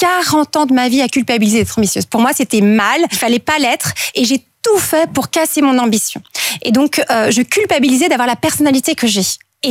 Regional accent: Belgium

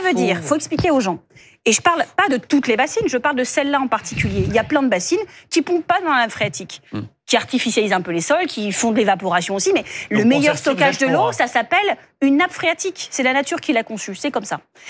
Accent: Saint-Omer, Hauts-de-France, France

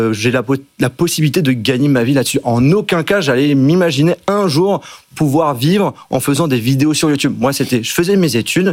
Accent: Strasbourg, Grand Est, France; moved away as an adult; now in Lyon, France; Actuellement, en effet, ça fait depuis 5 ans que je vis à Lyon, mais sinon, de base, je suis alsacien, strasbourgeois.

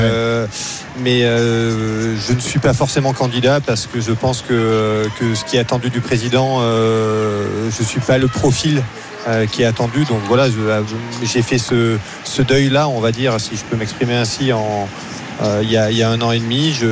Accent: France; also born or lived in Vercors; now in Haute-Savoie, France; je suis originaire des Pyrénées

